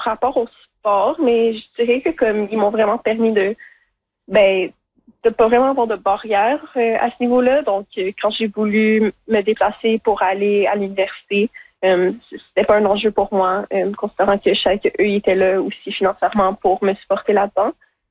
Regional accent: Winnipeg, Manitoba, Canada; moved away as an adult; now in Montreal, Canada; j'ai grandi à Winnipeg.

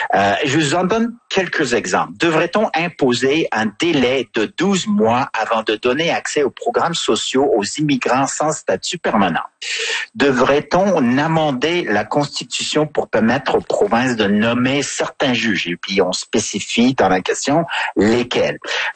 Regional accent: Quebec, Canada; Je me permets juste en conclusion sur l'Alberta, en tant que Québécois, d'ajouter que je trouve quand même le processus en Alberta un peu chaotique.

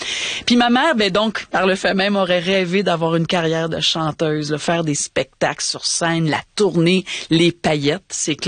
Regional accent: Montreal, Quebec, Canada; une boutique de vêtements à Villemar, dans le sud-ouest de Montréal, là où j'ai grandi.

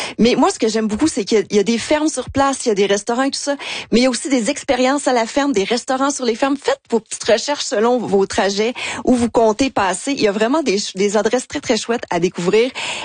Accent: Quebec, Canada; accent: Lac-Saint-Jean; avec mon bel accent anglais du lac Saint-Jean.

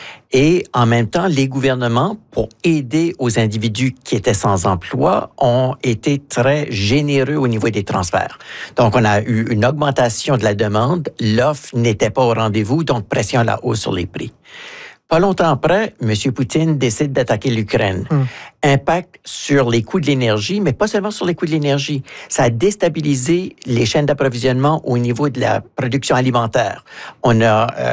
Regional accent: Atlantic Canada, Canada

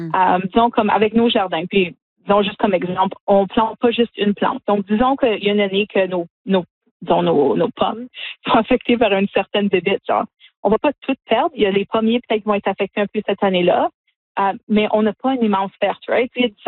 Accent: Sudbury, Ontario, Canada; nous, on vient de Sudbury. Donc, c'est une ville minière

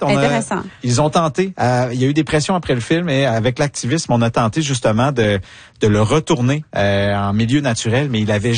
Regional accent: Quebec City, Quebec, Canada; je suis quelqu'un de Québec, je dis baleine normalement.

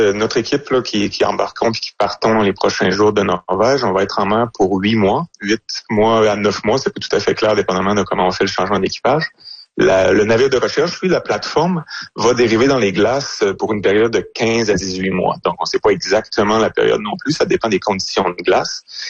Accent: Quebec, Canada; Ah oui, moi, je viens de l'Abitibi, donc je suis habitué

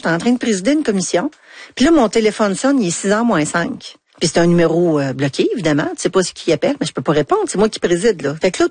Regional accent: Anjou, Quebec, Canada; C'était chez nous, mon patelin, les gens que je connaissais

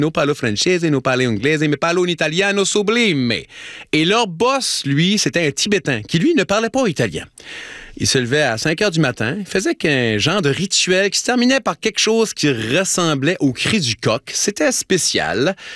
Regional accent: Tracadie, New Brunswick, Canada; Et là, ma ville natale, qui organise un carnaval de papier mâché, puis elle aimerait ça que j'écrive une pièce de théâtre sur l'histoire de la ville. Le carnaval de papier mâché de Tracadie.

